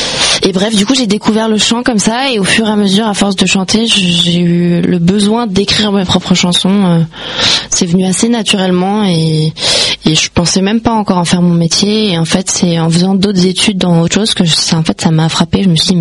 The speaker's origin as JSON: {"language": "French", "town": "Paris", "region": "Île-de-France", "country": "France", "tie": "born there", "said": "je viens de Paris. Voilà, je suis une parisienne"}